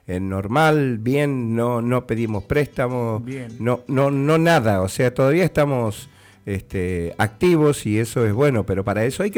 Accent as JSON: {"language": "Spanish", "town": "Monteagudo", "region": "Tucumán", "country": "Argentina", "tie": "born or raised there", "moved": "yes", "said": "cambió Monteagudo un 100%, así que estoy feliz de la vida yo, porque es mi pueblo."}